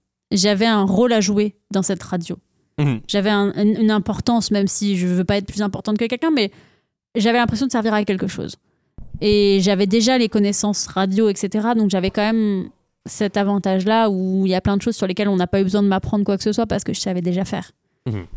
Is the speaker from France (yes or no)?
yes; France; Et puis, je suis française, donc je vais dire ce que je pense.